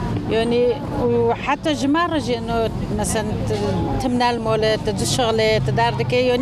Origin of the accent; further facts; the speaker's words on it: Afrin, Aleppo Governorate, Syria; now in Germany; أنا من سوريا، من عفرين.